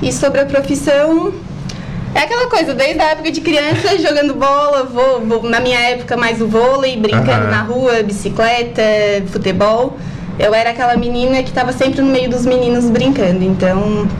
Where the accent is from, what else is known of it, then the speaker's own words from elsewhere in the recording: Araranguá, Santa Catarina, Brazil; Então, sou daqui de Araranguá, tenho 30 anos, sempre morei aqui, meus pais são daqui, irmãos, família toda.